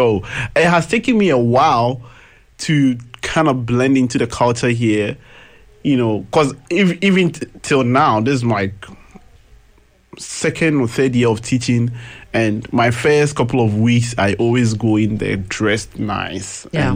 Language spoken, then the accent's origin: English; Nigeria; moved away; as a Nigerian